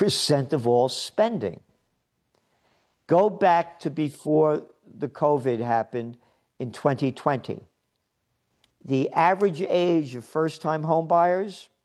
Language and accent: English; New York City, New York, United States; now in Kingston, United States; You know, it's not the New York I grew up in the Bronx. It's a whole different trip.